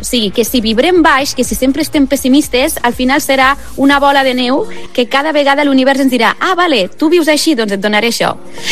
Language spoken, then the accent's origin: Catalan; Catalonia, Spain; com també sóc catalana, doncs per això faig les meves cançons en català i en anglès per expandir el català per a tot el món.